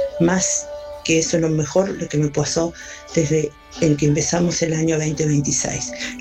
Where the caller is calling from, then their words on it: Buenos Aires, Argentina; de Coghlan.